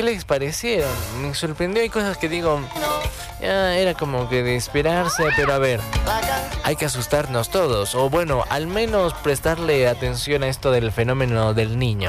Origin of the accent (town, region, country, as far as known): Bolivia